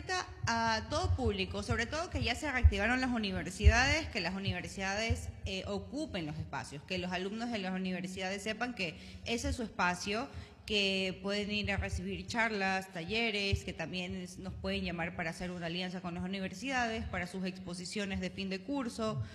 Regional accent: Manabí, Ecuador; lo que nosotros somos como manavitas, lo que nosotros somos como ecuatorianos

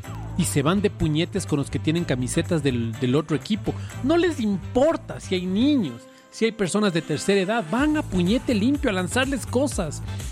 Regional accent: Ecuador; born there; Yo no elegí ser ecuatoriano, yo nací aquí, en este territorio.

